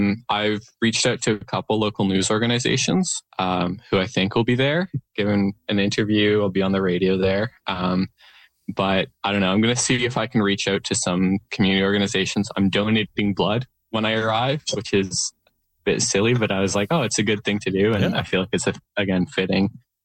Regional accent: Victoria, British Columbia, Canada; moved away as an adult; now in Halifax, Canada; I graduated in Victoria, I grew up in Victoria, but I'm going to university in Halifax

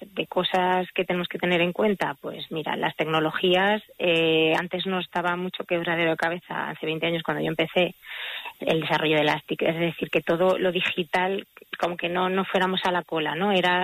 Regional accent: Castilla-La Mancha, Spain; born there; Celia es de mi pueblo, de Arcilla

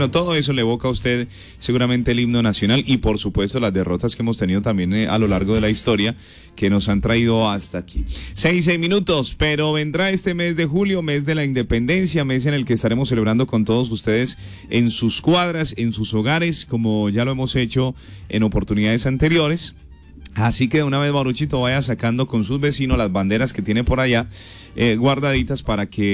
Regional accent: Colombia; born there; que somos colombianos, que usted y yo tenemos el orgullo, el inmenso placer de nacer en esta tierra.

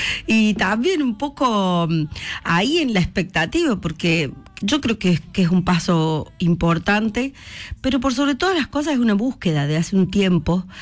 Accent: Cruz del Eje, Córdoba, Argentina; Yo soy de Cruz del Eje, claro.

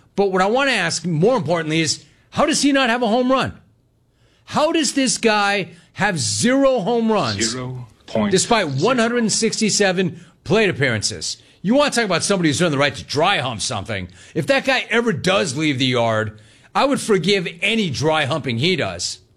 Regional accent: Los Angeles, California, United States; Given that I grew up in Los Angeles and I've spent my entire life in California, I have never seen anything like that.

